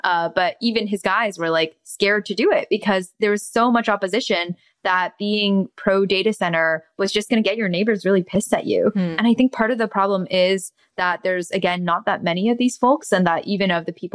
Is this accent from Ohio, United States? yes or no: no; Milwaukee, Wisconsin, United States; When I was growing up in Milwaukee, like we knew that when we saw like the smokestacks and we heard the noise, that was what was gonna feed our kids